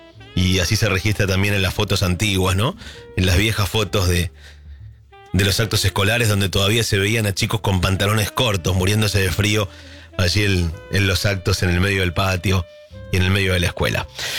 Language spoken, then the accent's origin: Spanish; Argentina; y somos tan argentinos que bueno